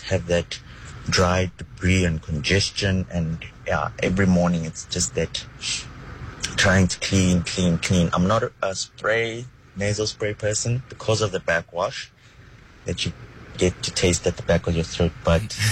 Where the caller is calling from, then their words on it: Roodepoort, Gauteng, South Africa; We're from Rudyport.